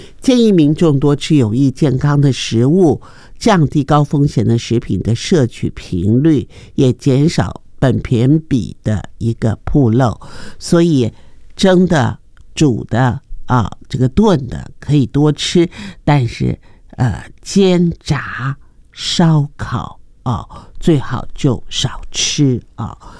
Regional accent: Taiwan; 我们台湾人

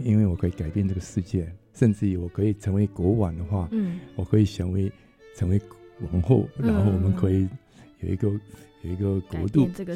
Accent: Myanmar; 我是从缅甸来的。

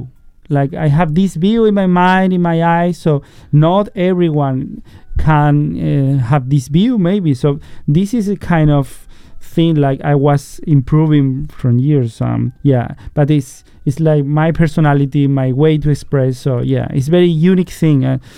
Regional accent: Seville, Andalusia, Spain; English is a second language; Sure. Yeah, so yeah, I come from South Spain, in a city called Sabelia, Sevilla. Yeah, I recommend you everyone to visit Spain and my hometown, because it's really a special place, very historical place where I was growing up.

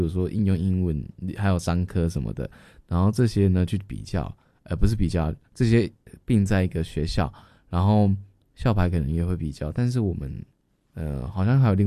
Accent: Changhua County, Taiwan; now in Taipei, Taiwan; 反正就是海边的夕阳真的是好好看，好漂亮。然后在台北没有夕阳的时候，我都会去看我相簿里的夕阳的样子。反正跟大家讲一下，如果你们有机会的话，可以去彰化看看海，看看夕阳

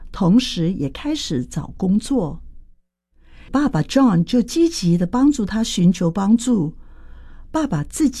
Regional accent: Guangdong, China; 我们广东人说的“平靓正”，就是便宜、漂亮、很棒的意思。

